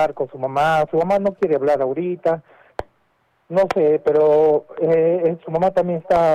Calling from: Arequipa, Peru

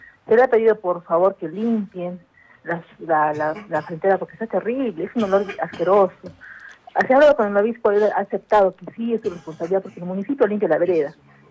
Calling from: Arequipa, Peru; yo soy una vecina de Selva Alegre, de acá de la avenida Lima con el pasaje Grau.

